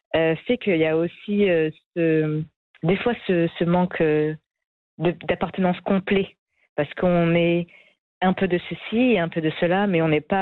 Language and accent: French; France; also born or lived in Libya; je suis née en France, de père marocain et de mère réunionnaise de l'île de la Réunion, dans l'océan Indien. Et j'y suis restée pendant 3 ans. Et après, on a déménagé en Libye pendant 3 ans. Puis de retour en France pour 6 ans.